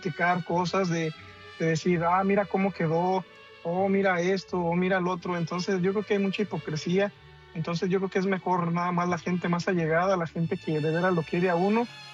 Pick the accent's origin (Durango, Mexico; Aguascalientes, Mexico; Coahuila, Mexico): Aguascalientes, Mexico; now in United States; Ah, bueno, yo estoy aquí en Indiana, yo soy de Aguascalientes.